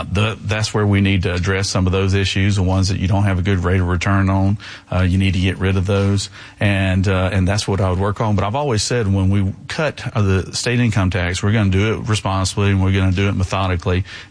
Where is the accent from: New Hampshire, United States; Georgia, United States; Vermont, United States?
Georgia, United States; I'm a sixth-generation Georgian, born and raised in Middle Georgia. I still live there today